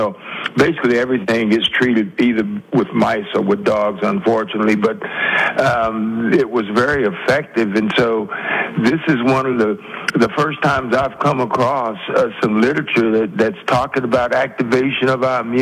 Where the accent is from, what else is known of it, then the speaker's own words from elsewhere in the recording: Gainesville, Florida, United States; born there; down the road a little bit where I was born in Gainesville